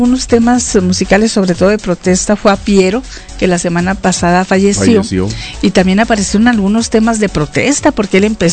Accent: Mexico; como ciudadanos, como mexicanos, sabemos cómo está la situación.

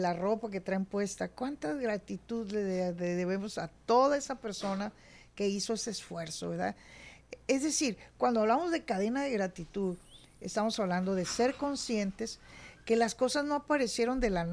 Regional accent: Mexico; Somos los mexicanos, comemos frijoles, pues, desde niños

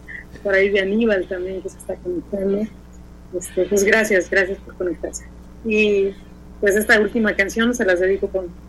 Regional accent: El Grullo, Jalisco, Mexico; moved away; el grullito es mi terruño, es mi hogar, es donde están los recuerdos lindos.

